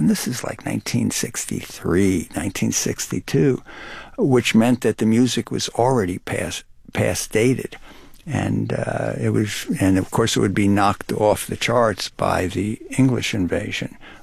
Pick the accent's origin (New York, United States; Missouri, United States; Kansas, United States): New York, United States; Brooklyn; And when I was growing up in Brooklyn, I would see the older kids on the corner hitting notes, as it were.